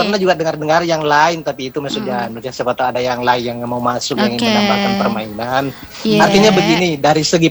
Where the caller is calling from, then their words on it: Pangkep, South Sulawesi, Indonesia; Pangkep. Kebetulan masih ada di petanya itu Pangkep, saya tinggal di situ.